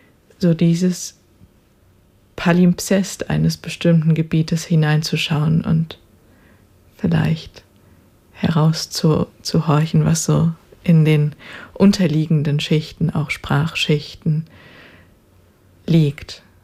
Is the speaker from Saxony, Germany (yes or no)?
yes; Chemnitz, Saxony, Germany; Und ich bin in Chemnitz aufgewachsen, habe aber sehr viel Zeit in diesen Wäldern verbracht. Ja, in dieser gesamten Gegend zwischen Elbsandsteingebirge und Vogtland.